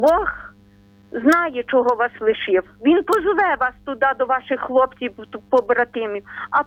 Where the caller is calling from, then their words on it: Ternopil Oblast, Ukraine; ми з України. Вас вітає Тернопільщина